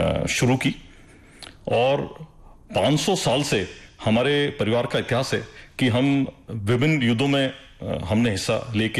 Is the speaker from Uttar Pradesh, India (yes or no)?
no; Ugriyawas, Rajasthan, India; born there; मेरा जन्म उग्रियावास में हुआ, जो कि एक 22 गांव का ठिकाना है, दूदू तहसील में है, जयपुर के पास में। और जो खंगारोत राजपूत हैं वो महाराव खंगार के वंशज हैं।